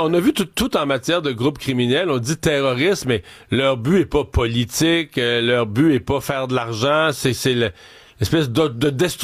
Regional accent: Quebec, Canada; ici chez nous au Québec.

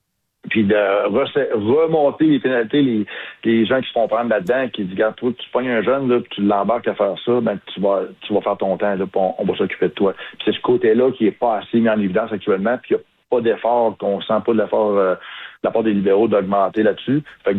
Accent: Quebec City, Quebec, Canada; Puis à Québec, même à Québec, moi je viens de Québec, puis Québec, ça a toujours été tranquille.

